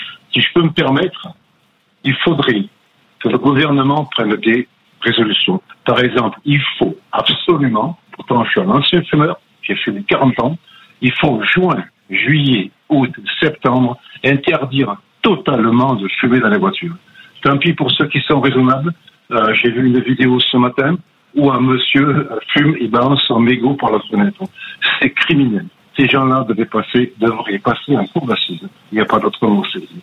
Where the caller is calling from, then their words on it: France; Moi, j'habite à Val-d'Oisans, on va dire, à peu près à 1 km et demi du foyer principal.